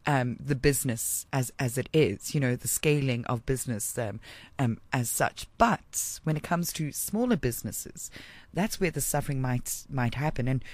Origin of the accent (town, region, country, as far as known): South Africa